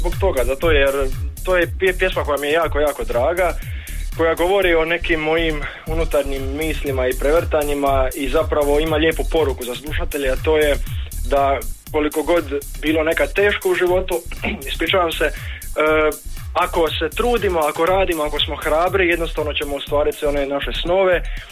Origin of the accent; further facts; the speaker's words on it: Šibenik, Šibenik-Knin County, Croatia; now in Zagreb, Croatia; dolazim iz Šibenika, imam 23 godine